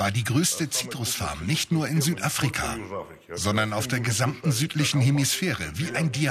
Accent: Russia; moved away as an adult; now in South Africa; Ich bin Russe, aber ich habe so lange in Afrika gelebt und ich liebe diesen Kontinent so sehr, dass ich die Hälfte meines Lebens hier verbracht habe. Ich kam ursprünglich nach Südafrika, um als Pilot zu arbeiten.

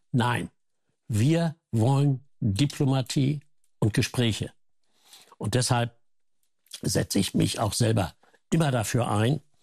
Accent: Germany; wir wollen das als Deutsche nicht.

